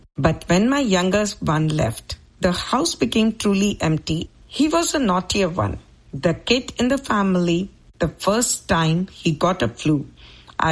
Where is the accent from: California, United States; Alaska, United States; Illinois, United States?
California, United States; from California, USA.